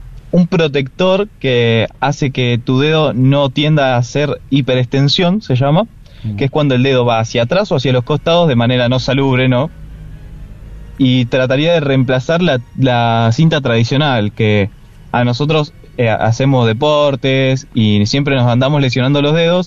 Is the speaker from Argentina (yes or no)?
yes; Mar del Plata, Buenos Aires Province, Argentina; como somos de acá de Mar del Plata